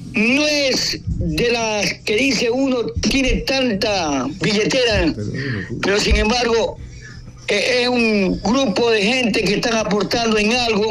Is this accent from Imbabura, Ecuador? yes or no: no; Junín, Manabí, Ecuador; mi tierra, Junín.